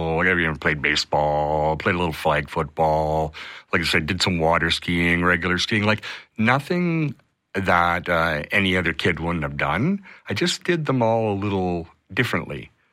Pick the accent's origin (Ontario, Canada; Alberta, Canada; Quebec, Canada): Alberta, Canada; Spruce Grove; also born or lived in Calgary; Well, I was born in Calgary and then was brought up to Spruce Grove.